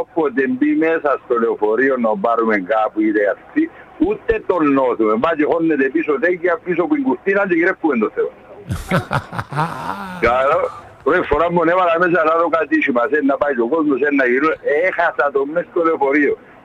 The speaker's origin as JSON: {"language": "Greek", "town": "Limassol", "region": "Limassol District", "country": "Cyprus", "said": "Λεμεσόν, Ομόνια."}